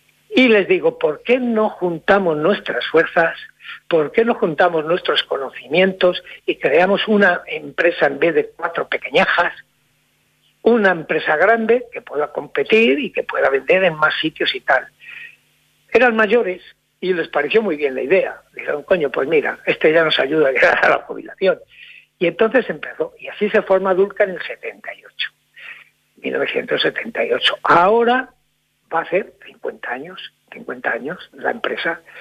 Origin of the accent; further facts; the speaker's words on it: Peñaranda de Bracamonte, Castile and León, Spain; yo no nací en Peñaranda, yo vine aquí a los 6 años.